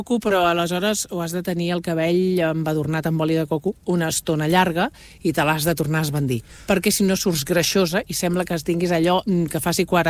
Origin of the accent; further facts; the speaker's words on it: Catalonia, Spain; Perquè som catalans.